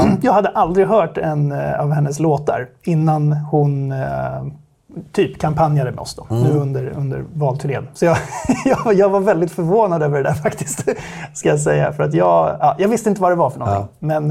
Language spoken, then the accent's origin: Swedish; Stockholm, Stockholm County, Sweden; Jag kommer från Stockholm. Akademiker bakgrund.